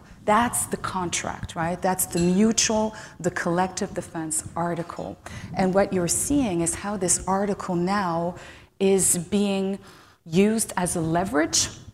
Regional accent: New York, United States; And yet I grew up in New York, so it's a kind of weird, weird kind of mix

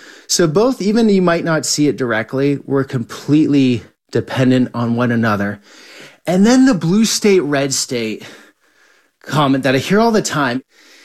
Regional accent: Vermont, United States; also born or lived in California; this is a totally different world than where I grew up in Vermont or lived most of my adult life in California

